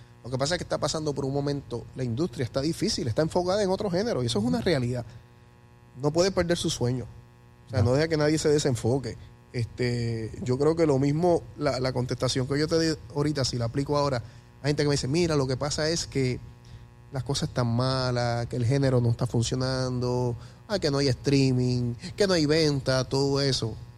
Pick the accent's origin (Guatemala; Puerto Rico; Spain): Puerto Rico; Estoy aquí en mi tierra